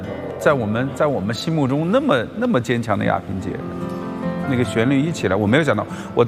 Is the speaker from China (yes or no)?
yes; China; 我们中国人